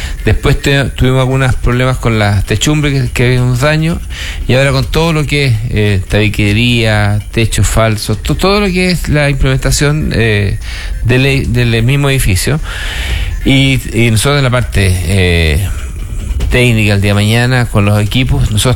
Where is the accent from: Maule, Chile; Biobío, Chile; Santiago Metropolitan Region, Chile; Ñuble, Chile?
Maule, Chile; Curicó; Yo no soy. No nací afuera. Yo soy curicano, nací y criado en Curicó.